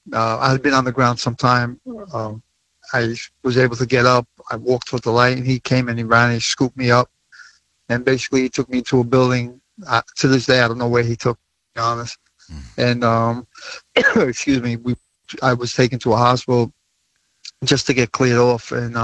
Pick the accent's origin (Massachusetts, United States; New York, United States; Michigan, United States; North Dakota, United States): New York, United States; Brooklyn; born or raised there